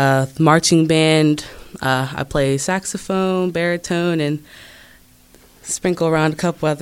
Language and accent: English; Pittsburgh, Pennsylvania, United States; I live on the north side of Pittsburgh. I've been here almost my whole life and been in Pittsburgh Public Schools since I was in first grade.